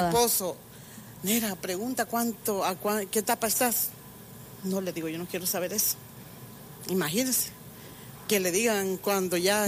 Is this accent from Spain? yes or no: no; Honduras; moved away as an adult; soy de Honduras, soy del país de Honduras, de ese país maravilloso, y yo doy gracias a Dios. Tengo 16 años de estar aquí en este país